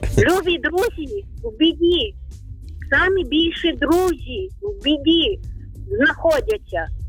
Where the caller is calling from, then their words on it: Ternopil Oblast, Ukraine; Слава новіки Богу, ми з України. Вас вітає Тернопільщина